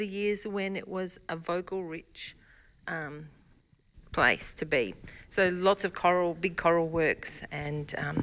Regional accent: Queensland, Australia; also born or lived in Tanunda; now in Port Augusta, Australia; I've been here 33 years, but I grew up in Queensland. And then after a while, I went and lived in Tanunda for a couple of years.

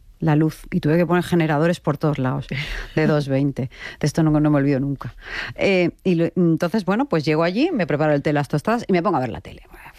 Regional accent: Balearic Islands, Spain; Y ahí dije, pues … soy de Mallorca y bueno, no sé dónde tal.

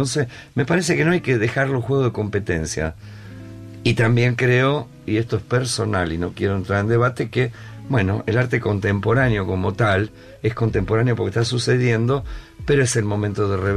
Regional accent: Rosario, Santa Fe, Argentina; Nosotros decimos somos rosarinos.

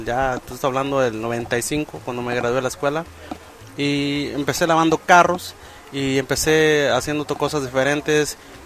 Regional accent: Nayarit, Mexico; born there; yo nací en Nayarit, en un rancho que no aparece, yo lo puse en el mapa porque literalmente fui a Google

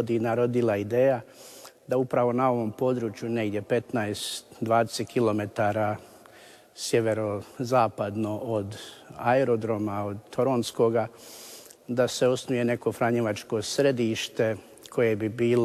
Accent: Rinovci, Federation of Bosnia and Herzegovina, Bosnia & Herzegovina; moved away as an adult; now in North America; Inače sam rodom iz Rinovaca, koja su ponikla mnoga zvanja tijekom prošloga stoljeća, i svećeničkih i redovničkih. Rođen sam 74. godine, gimnaziju sam završio u Visokom i u Sinju

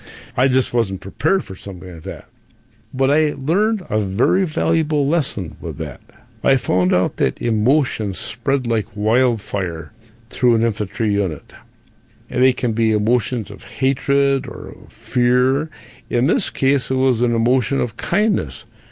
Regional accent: Wisconsin, United States; I'm trying to tell this guy that I am from Wisconsin, and I have 3 children in our family.

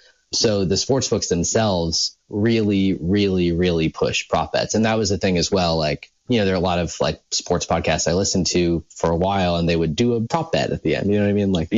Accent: Elmira, New York, United States; I'm from Elmira, New York, so I like the Bills, I like the Knicks, right? You know, I'm Irish and depressed

